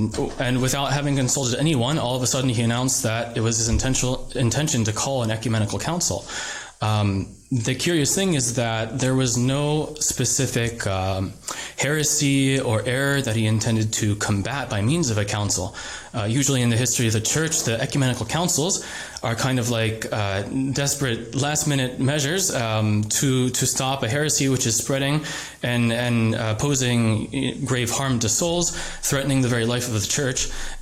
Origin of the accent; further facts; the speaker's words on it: Phoenix, Arizona, United States; I grew up in Phoenix, Arizona. Was raised in a Novus Ordo family, but we found tradition when I was about 10 years old.